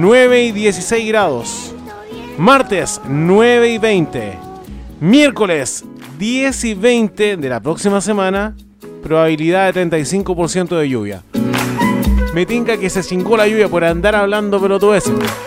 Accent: Chile; Somos los chilenos.

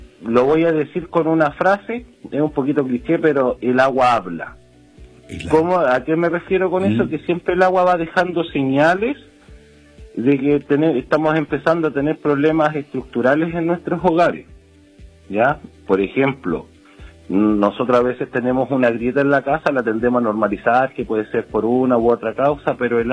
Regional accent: Chile; Nosotros, como buenos chilenos, me sumo

